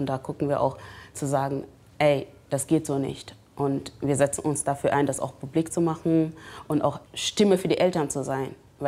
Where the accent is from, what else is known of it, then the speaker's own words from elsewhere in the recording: Gambia; German is a second language; now in Germany; Ich bin auch nicht hier aufgewachsen. Ich bin in Gambia geboren und aufgewachsen.